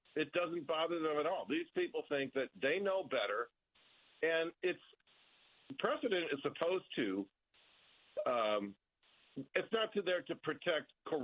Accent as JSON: {"language": "English", "region": "Michigan", "country": "United States", "moved": "yes", "said": "I'm formerly from Michigan"}